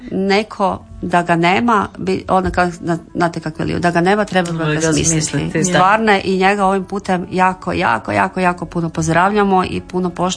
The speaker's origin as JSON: {"language": "Croatian", "town": "Slatina", "region": "Virovitica-Podravina County", "country": "Croatia", "moved": "yes", "said": "ja sam rođena u Virovitici, ali on je baš Virovitičanin, a ja sam zapravo iz Slatine, iz jednog najljepšeg sela u Slavoniji koje se zove Nova Bukavica."}